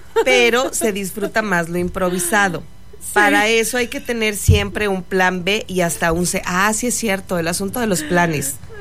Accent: Mexico

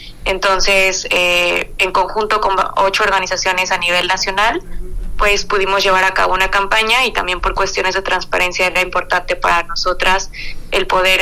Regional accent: Mexico

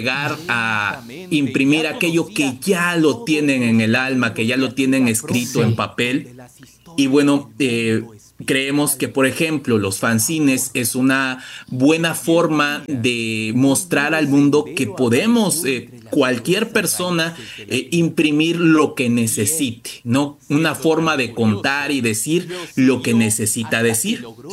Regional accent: Veracruz, Mexico; Somos todos veracruzanos

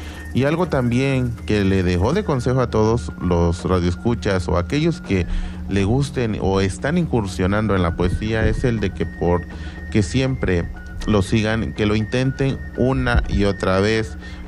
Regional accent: Tabasco, Mexico

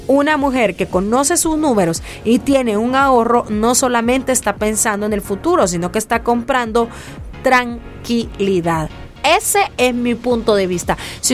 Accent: El Salvador; como salvadoreños lo hacemos.

